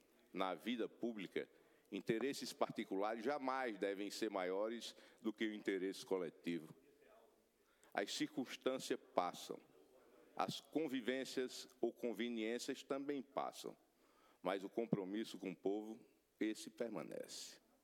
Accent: Rio Grande do Norte, Brazil; E ao Rio Grande do Norte, minha terra, minha história

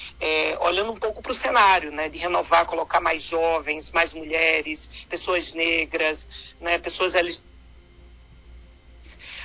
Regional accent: Caruaru, Pernambuco, Brazil

